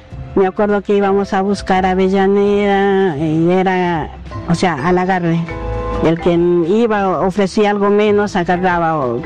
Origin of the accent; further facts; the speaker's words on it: Bolivia; moved away as an adult; now in Argentina; tengo 50 años y yo soy de Bolivia.